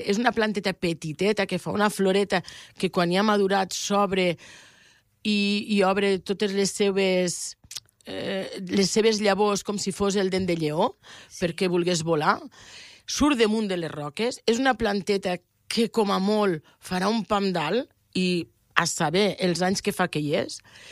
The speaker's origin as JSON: {"language": "Catalan", "town": "Algerri", "region": "Catalonia", "country": "Spain", "said": "Jo soc d'Algerri, les tinc allí molt a mà."}